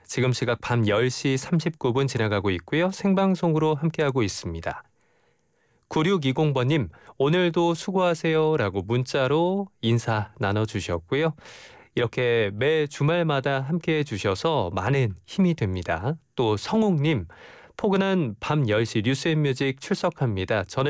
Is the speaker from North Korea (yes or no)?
no; Chungcheong, South Korea; 저는 어렸을 때부터 제가 충청도 사람이라 늘 대천해수욕장 아니면 안면도 이런 서해바다와 함께 자라왔는데